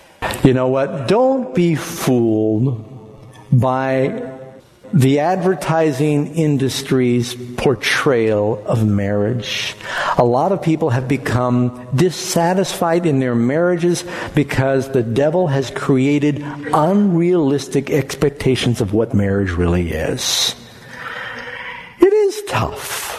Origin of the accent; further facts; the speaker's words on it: New York City, New York, United States; That was amazing to me because I grew up in New York City where pigeons are like dust.